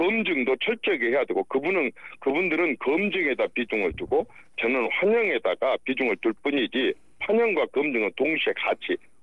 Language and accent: Korean; Honam, South Korea; 호남 출신 정치인으로 사고 싶은 얘기가 있습니다.